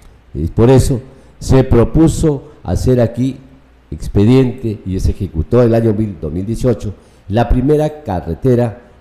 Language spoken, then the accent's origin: Spanish; Piura, Peru; born there; hijo de un agricultor … Ellos vinieron del Bajo Piura en busca de un futuro al Valle San Lorenzo.